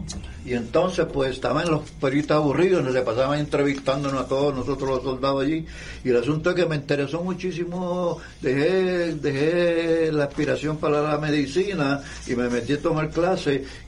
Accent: Puerto Rico; yo como todo puertorriqueño de los 60

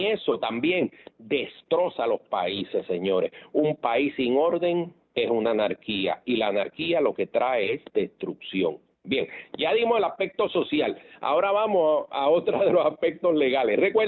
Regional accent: Puerto Rico

